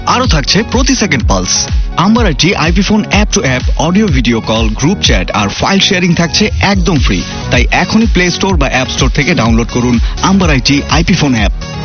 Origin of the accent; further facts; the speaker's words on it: Bangladesh; আমরা গর্ব নিয়ে বলি আমরা বাংলাদেশি এবং আমরা একটা সাহসী জাতি